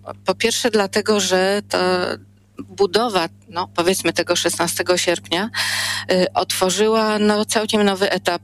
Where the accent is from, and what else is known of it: Warsaw, Masovian Voivodeship, Poland